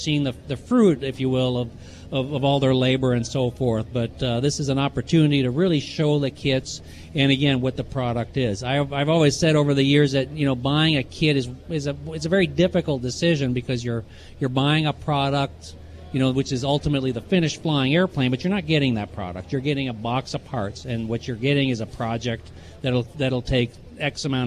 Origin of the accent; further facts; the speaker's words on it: Missouri, United States; You know, we're from Missouri, the show me state.